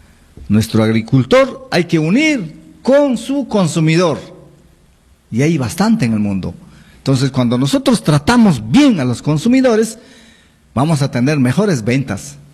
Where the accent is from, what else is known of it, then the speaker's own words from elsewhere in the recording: Peru; nosotros somos 35 millones peruanos